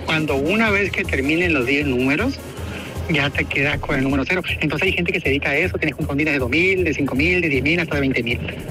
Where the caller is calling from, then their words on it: Mulegé, Baja California Sur, Mexico; en mi pueblo yo soy de Mulegé.